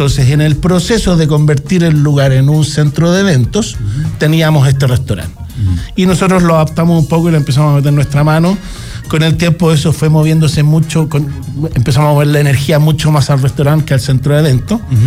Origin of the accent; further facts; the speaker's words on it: Santiago, Santiago Metropolitan Region, Chile; yo soy de Santiago.